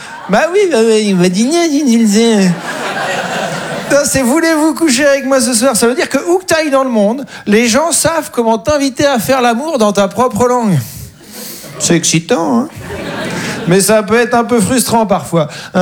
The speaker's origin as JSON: {"language": "French", "town": "Caen", "region": "Normandy", "country": "France", "said": "Et donc, maintenant, je voyage plus en France et moi, je viens de Caen, en Normandie."}